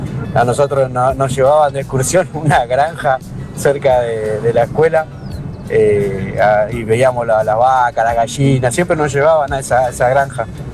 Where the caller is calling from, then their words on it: Merlo, Buenos Aires Province, Argentina; de Merlo.